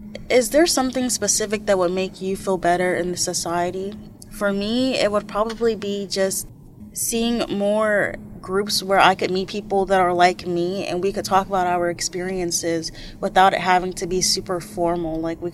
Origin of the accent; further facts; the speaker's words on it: United States; born there; And I'm a high school student at City High, and although I was born in the United States